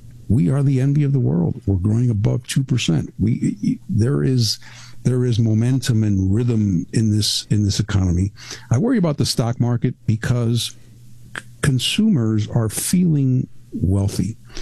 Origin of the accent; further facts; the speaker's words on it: Mexico; also born or lived in Cuba / United States; I was born in Cuba. We left after the revolution, came to the U.S., became U.S. citizens, and then we moved to Mexico. And that's where I went to school, junior high school, high school.